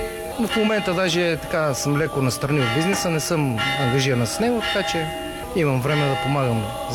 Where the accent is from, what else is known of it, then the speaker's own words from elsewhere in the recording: Sandanski, Blagoevgrad Province, Bulgaria; born there; moved away as an adult; now in Lesnitsa, Bulgaria; Аз живея тук от 15 години. По принцип съм роден съм в Сандански, но закупих си тук имот и живея тук от 15 години. Така че мога смело да кажа, вече съм от тук.